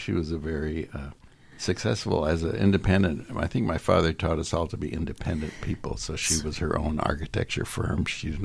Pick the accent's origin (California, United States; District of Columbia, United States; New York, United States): California, United States; Los Angeles; moved away as an adult; also born or lived in Burbank, California; now in Olympic Peninsula, Washington, United States; I'm born and bred in Los Angeles. I lived there for pretty much 44 years.